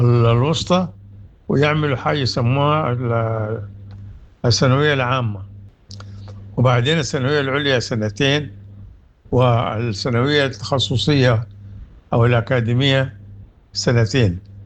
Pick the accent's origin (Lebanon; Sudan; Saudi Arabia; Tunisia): Sudan